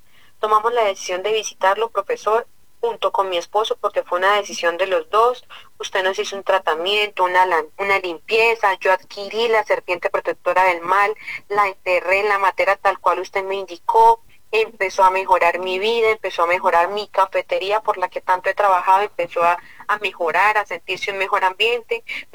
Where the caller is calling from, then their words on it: La Belleza, Santander, Colombia; La Belleza Santander.